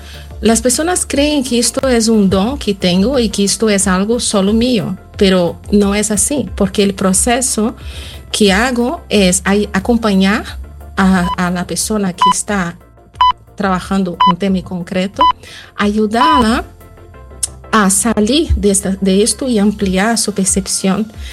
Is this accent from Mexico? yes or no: no; Brazil; Spanish is a second language; Yo soy de Brasil, vengo de Brasil.